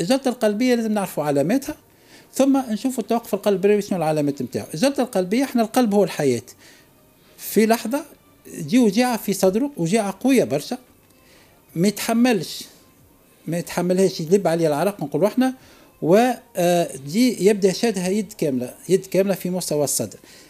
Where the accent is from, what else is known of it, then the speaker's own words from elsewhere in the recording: Tunisia; المعروفة عندنا في تونس كالاسبيجيك